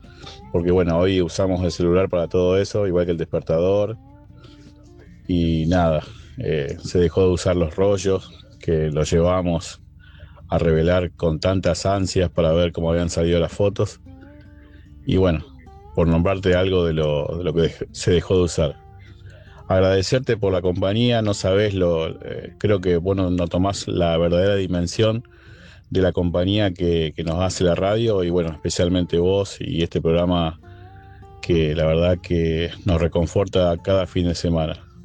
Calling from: Pueblo Esther, Santa Fe, Argentina; desde Pueblo Esther, Santa Fe, a 20 kilómetros de Rosario.

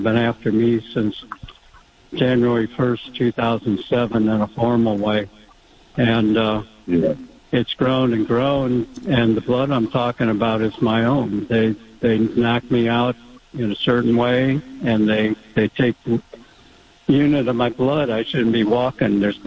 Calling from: San Diego, California, United States; San Diego.

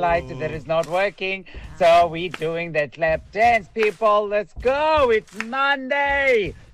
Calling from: Stellenbosch, Western Cape, South Africa; from Stellenbosch.

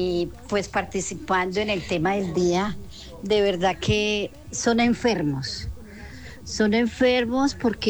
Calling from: Colombia; del barrio Corbones.

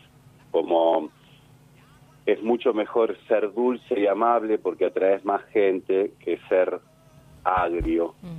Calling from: Merlo, Buenos Aires Province, Argentina; de Merlo.

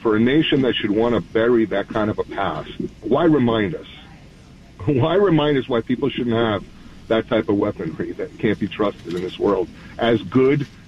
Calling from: New York, United States; John, I'm a New Yorker like you

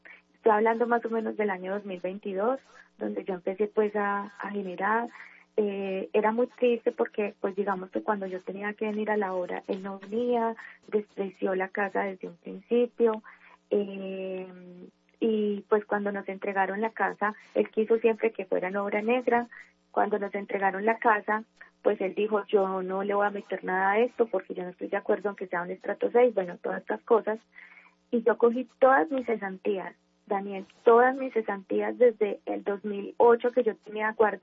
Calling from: Manizales, Caldas, Colombia; En Manizales.

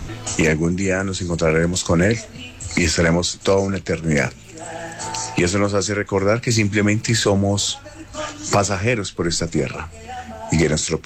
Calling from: Colombia

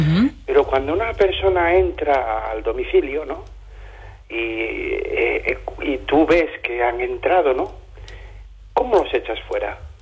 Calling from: Amoeiro, Galicia, Spain; Quería preguntar … de Amoeiro, estuve escuchando a los policías y demás.

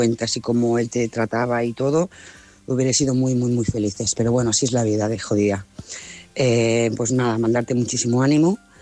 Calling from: Lloret de Mar, Catalonia, Spain; Hola, buenas noches, corresponsales, audiencia … de Lloret de Mar.

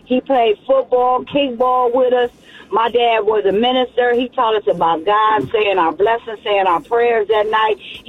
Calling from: Toledo, Ohio, United States; I'm calling from Toledo, Ohio.

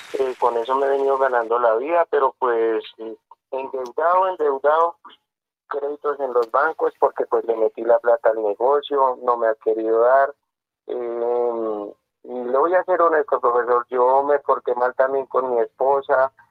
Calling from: Puente Nacional, Santander, Colombia; Aquí de Puente Nacional Santander

